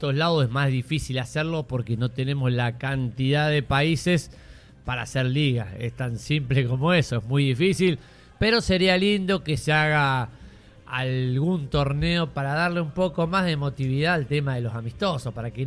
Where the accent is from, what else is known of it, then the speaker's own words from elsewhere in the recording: Rosario, Santa Fe, Argentina; Yo soy de Rosario y lo vi jugar una sola vez en la historia. En el año 90 y pico lo vi jugar una sola vez cuando fue a Rosario.